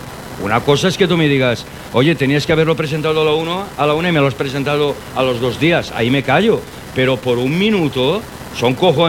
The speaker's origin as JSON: {"language": "Spanish", "country": "Spain", "said": "como somos los españoles, todo a última hora"}